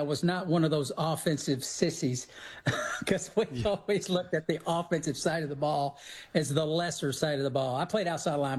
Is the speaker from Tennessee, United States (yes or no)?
yes; Tennessee, United States; moved away; growing up in the Tennessee, in the volunteer state